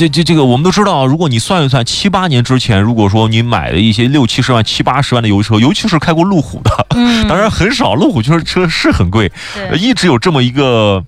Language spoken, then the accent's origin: Chinese; China; 尤其是我们中国人啊